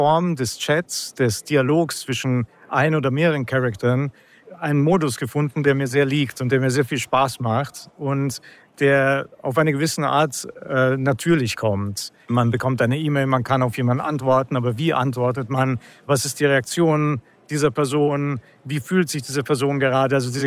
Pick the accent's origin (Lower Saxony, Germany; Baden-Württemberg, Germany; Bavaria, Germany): Bavaria, Germany; Munich; ich komme aus München